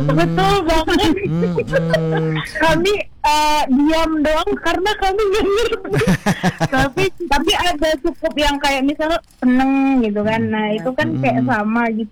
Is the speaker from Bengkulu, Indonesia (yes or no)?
yes; Bengkulu, Indonesia; Kami asli Bengkulu, okay. Asli banget.